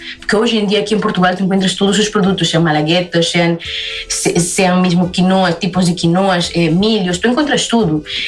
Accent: Pucallpa, Ucayali, Peru; Portuguese is a second language

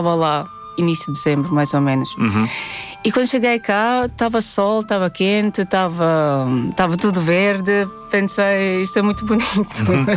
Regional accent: Latvia; Portuguese is a second language; moved away as an adult; now in Portugal; disse que sou da Letónia.

